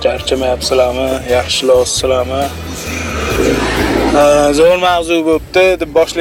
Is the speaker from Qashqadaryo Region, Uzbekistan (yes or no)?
no; Tashkent, Uzbekistan; Biz endi Samarqand darvozasida tug'ilib katta bo'lganmiz. Samarqand darvozasida yoshligimiz o'tgan.